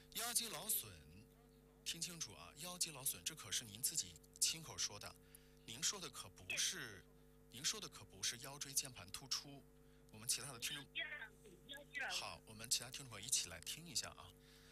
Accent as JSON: {"language": "Chinese", "country": "China", "said": "我们中国人是中国人，我们不是欧美人，我们不是他那的体质，我们就是亚洲人，我们就是中国人的体质"}